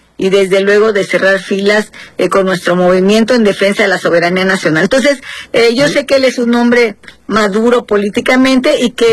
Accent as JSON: {"language": "Spanish", "country": "Mexico", "said": "dado que yo soy emanada o soy del pueblo afromexicano, soy costeña, y que de esa manera, pues para mí es un compromiso moral."}